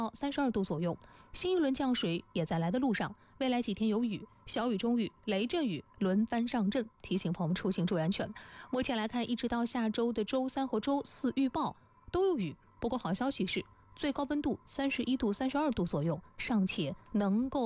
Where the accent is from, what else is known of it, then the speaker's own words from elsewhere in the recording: China; 我们中国人